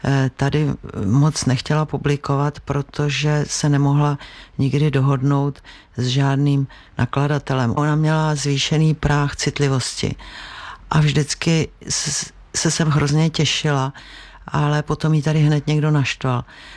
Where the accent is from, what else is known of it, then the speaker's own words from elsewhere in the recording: Prague, Czechia; My jsme vyrůstali v Dejvicích na jednom dvoře.